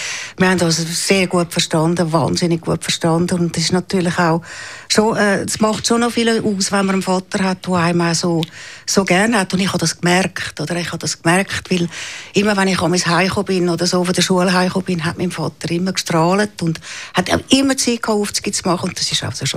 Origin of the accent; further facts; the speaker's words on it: Zurich, Switzerland; also born or lived in Baden / Wettingen; Ich bin am Zürichberg aufgewachsen. Zuerst in Uitico in Waldeck, dann in Baden.